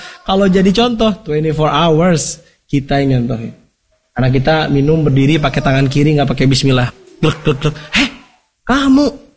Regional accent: Bandung, West Java, Indonesia; saya kan orang Bandung. Sekolah di Gontor, di Jawa Timur.

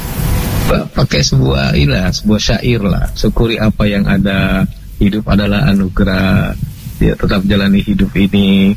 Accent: West Sumatra, Indonesia; karena saya orang Sumatera Barat.

